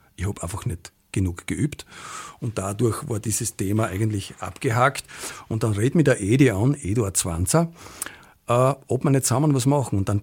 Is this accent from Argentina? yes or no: no; Vorarlberg, Austria; Ja, ich bin in Vorarlberg geboren und auch aufgewachsen. Und zwar in der ÖDK-Siedlung.